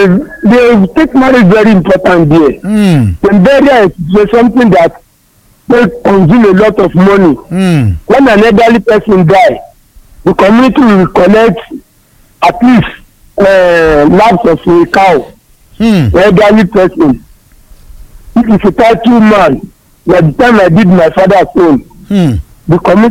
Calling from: Agbor, Delta, Nigeria; I'm from Delta State. Agbo to be precise.

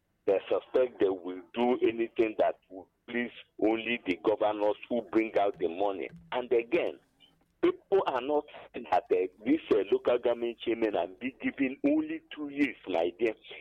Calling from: Abapanike, Enugu State, Nigeria; I'm calling from Abapanike, Enugu.

